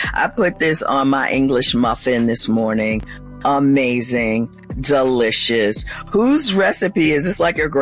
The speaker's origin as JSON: {"language": "English", "region": "North Carolina", "country": "United States", "said": "I'm from North Carolina. I know how to do it."}